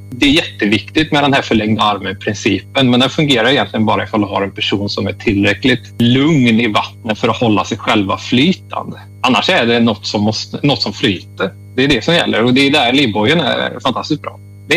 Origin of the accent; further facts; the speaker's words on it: Sweden; Och det, som svensk så känns det helt orimligt.